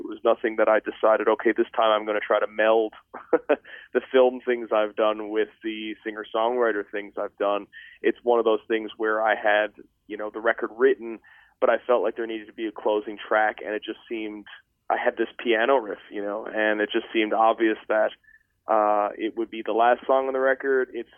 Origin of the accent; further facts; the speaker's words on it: Newfoundland and Labrador, Canada; I grew up in Newfoundland